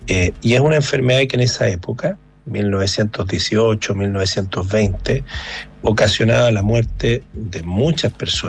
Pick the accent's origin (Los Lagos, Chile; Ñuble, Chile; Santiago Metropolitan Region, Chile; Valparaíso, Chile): Valparaíso, Chile; Viña del Mar; como buen viñamarino, soy del Ayrton